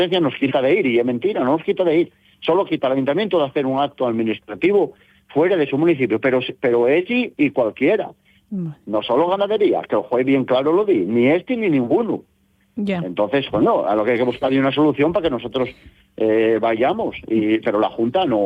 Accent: Mieres, Asturias, Spain; yo soy un ganadero de Mieres que fui allí

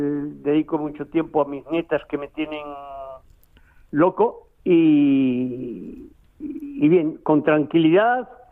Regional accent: Madrid, Community of Madrid, Spain; born there; Yo he nacido en Madrid por accidente casi. Me encantaría haber nacido en Asturias, pero me considero asturiano a todos los efectos.

